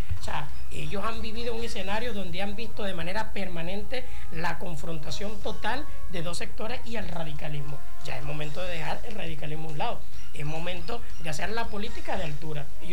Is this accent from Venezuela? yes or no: yes; Venezuela; como venezolanos y venezolanas